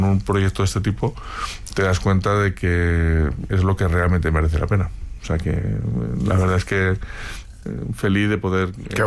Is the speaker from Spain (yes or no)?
yes; Madrid, Community of Madrid, Spain